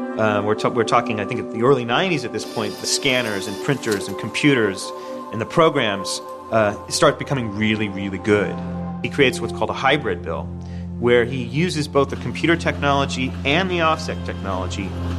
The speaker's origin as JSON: {"language": "English", "town": "Chicago", "region": "Illinois", "country": "United States", "tie": "born or raised there", "said": "It's one of the great capitals of organized crime. Growing up in Bridgeport, there's guys right up the street."}